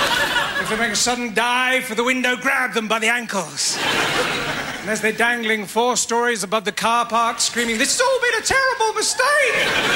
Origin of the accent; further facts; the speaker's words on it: England, United Kingdom; I've got a bit of Scottish blood myself, on a kitchen knife. I enjoy playing Scottish music on my iPod. I'm very English, really.